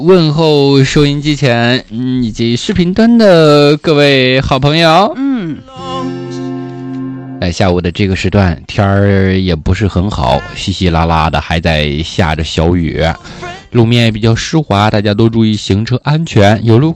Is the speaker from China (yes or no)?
yes; Jining, Shandong, China; born or raised there; now in Hainan, China